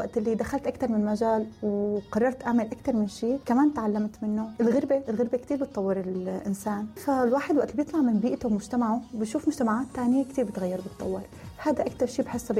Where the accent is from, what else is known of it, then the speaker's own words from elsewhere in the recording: Syria; now in United Arab Emirates; ونحن كسوريين محبوبين بالإمارات. يعني أنا عن تجربتي، أنا سلال تجربتي شي 7 سنين تاكل، بس نحن كسوريين شعب محبب بالإمارات